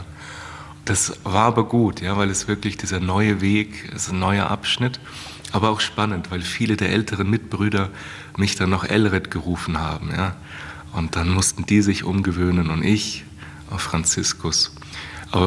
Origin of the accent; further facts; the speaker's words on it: Germany; now in Austria; Ja, also ich bin ja Deutscher.